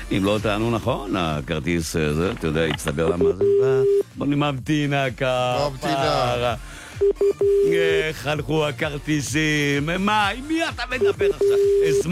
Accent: Hungary; לא, כי אני הונגרי, וכשאני טס לבודפשט אני אומר סרבוס

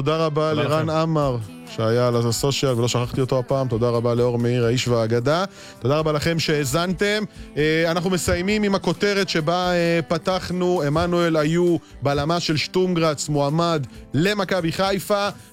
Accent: Nof HaGalil, Northern District, Israel; נולדתי בישראל, אני מנוף הגליל במקור, נצרת אלית

